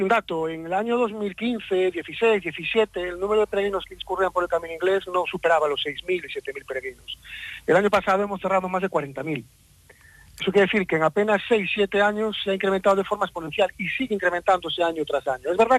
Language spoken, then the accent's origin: Spanish; Pontedeume, Galicia, Spain; yo suelo ser muy ecuánime cuando hablo de mi pueblo y me reafirmo, ¿no?, que es uno de los entornos más bonitos de Galicia. Ponte de Eume es un municipio